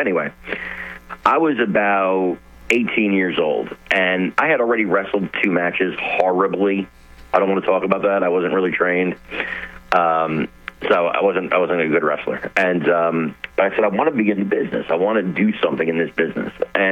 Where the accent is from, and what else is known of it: Newark, New Jersey, United States; born or raised there